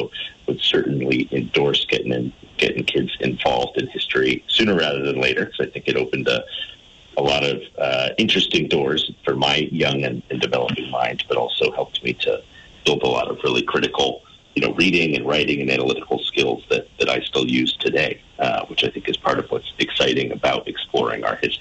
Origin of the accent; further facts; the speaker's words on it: Putney, Vermont, United States; as a young person growing up in Vermont, had great history teachers and others. I mean, I grew up in Putney.